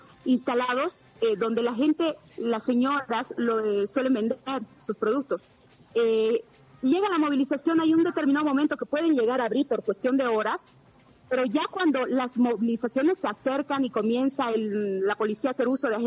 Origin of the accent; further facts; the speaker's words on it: Bolivia; Hay una ley antibloqueos en mi país.